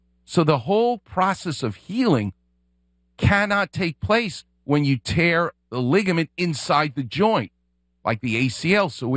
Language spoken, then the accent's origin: English; Queens, New York, United States; I'm from Queens.